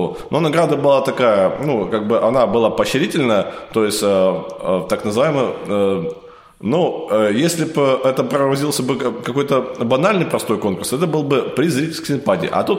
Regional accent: Perm Krai, Russia; но на самом деле я из Пермского края, как бы, но еще севернее Перми, то есть 180 километров от города Березники.

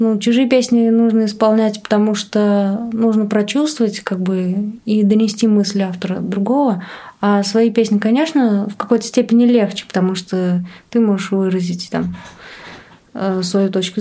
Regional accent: Samara, Samara Oblast, Russia; я из Самары.

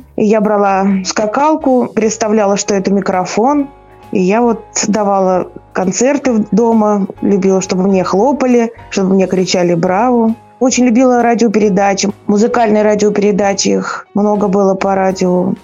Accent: Kuybyshev, Samara Oblast, Russia; born there

